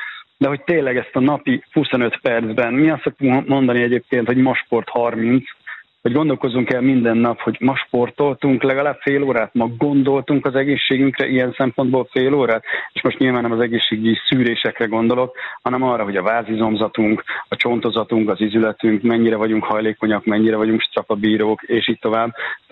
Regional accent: Szeged, Csongrád-Csanád, Hungary; born there; jövő héten is jövök vissza Szegedre. Igaz, hogy ez szülővárosom, tehát egy kicsit magamnak kedvezve szervezem a programokat.

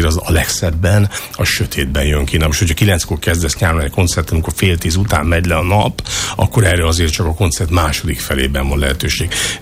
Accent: Lake Balaton area, Hungary; mi balatoninak érezzük magunkat, balatoni szív dobog bennünk, ezer szálon kötődünk, én is ott nőttem fel, most ott is élek félig meddig

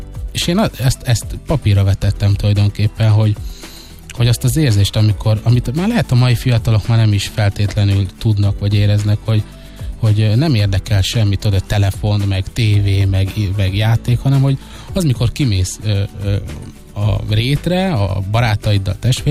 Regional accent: Békés, Hungary; én egy békési gyerek vagyok, és az ottani cigány telep mellett nőttünk fel

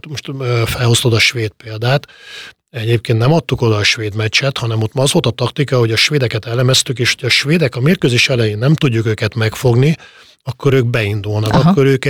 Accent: Hungary; de én azt gondolom, hogy azért magyarok vagyunk

